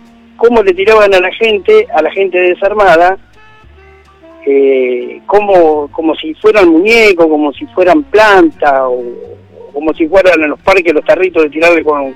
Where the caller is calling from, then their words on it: San Antonio de Areco, Buenos Aires Province, Argentina; En San Antonio de Areco.